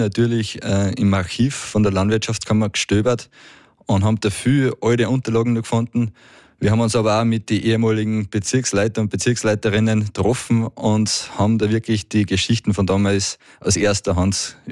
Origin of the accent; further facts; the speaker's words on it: Eigendorf, Salzburg, Austria; Und ich bin aus Eigendorf.